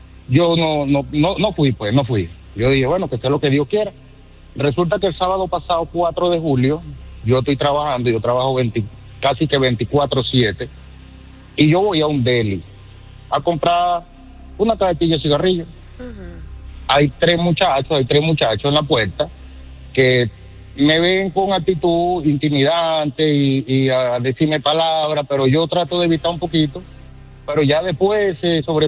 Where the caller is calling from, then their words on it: Hempstead, New York, United States; Yo vivo en Hempstead.